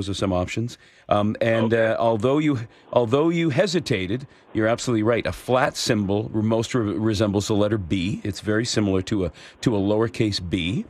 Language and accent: English; Hamilton, Ontario, Canada; from my hometown of Hamilton.